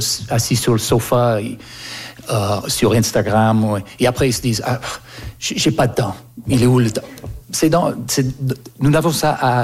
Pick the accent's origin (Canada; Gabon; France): Canada; born or raised there